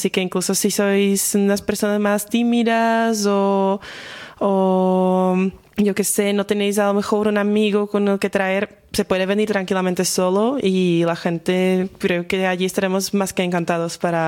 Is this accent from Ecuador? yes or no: no; Slovakia; Spanish is a second language; moved away as an adult; now in Granada, Spain; estudio ahorita Ciencias Políticas y Derecho aquí en Granada, pero soy de Eslovaquia. Me mudé hace año y medio